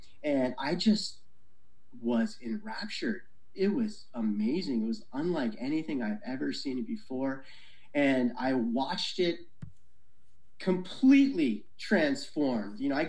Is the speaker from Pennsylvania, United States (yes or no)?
yes; Exeter, Pennsylvania, United States; So, I grew up in Exeter, Pennsylvania, a small coal miner town.